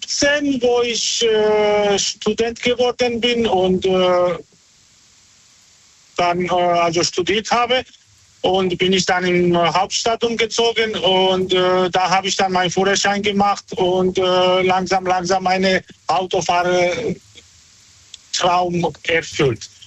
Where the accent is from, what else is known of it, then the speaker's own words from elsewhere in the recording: Georgia; now in Cologne, Germany; Oh, wir haben schon ein paar Mal telefoniert, aber vielleicht kannst du dich nicht mehr erinnern. Ich komme aus Georgien.